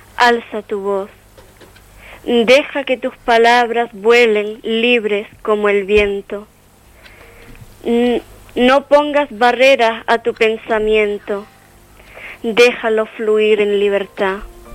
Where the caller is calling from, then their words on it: Vega de San Mateo, Canary Islands, Spain; tengo 16 años y soy del barrio de Ariñe, en la Vega de San Mateo